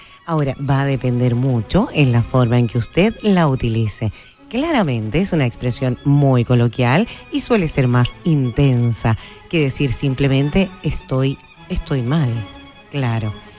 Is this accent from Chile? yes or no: yes; Chile; Hay tanta variedad en Chile. Somos grandes los chilenos, obvio.